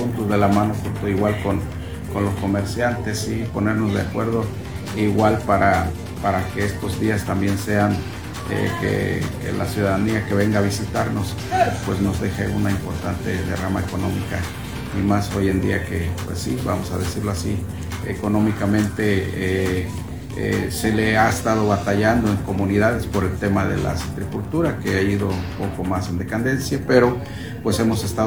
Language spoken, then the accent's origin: Spanish; Mexico; somos mexicanos